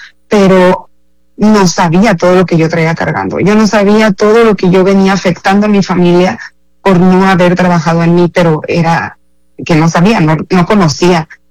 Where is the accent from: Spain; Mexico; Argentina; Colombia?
Mexico; Sonora; moved away as an adult; now in Culiacán, Mexico; yo no soy de aquí, del estado de Sinaloa, soy de Sonora. Sí. Y el año que me vine para acá fue en el 2004.